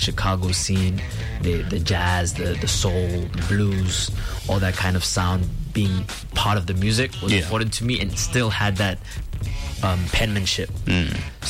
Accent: Gaborone, South-East District, Botswana; Okay, I grew up in Bots. I grew up in Gabs. I was born in, you know, private hospital. And I went to Thornhill Primary School. And, you know, like, I had, you know, and my mom is Zambian, my dad is Ugandan.

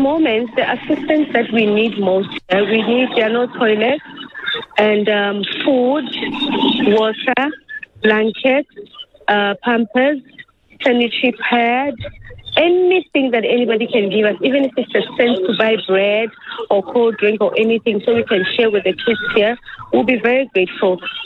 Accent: South Africa; I Personally, I grew up here in South Africa and I have never had any problems with South Africans here.

